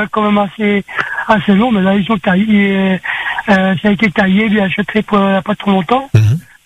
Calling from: Saint-Pierre, Réunion; Et moi j'habite à Grandbois

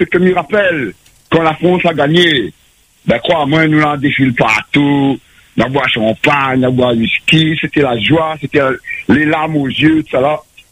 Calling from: Réunion; moi je suis fier d'être français. Français, fier d'être réunionnais.

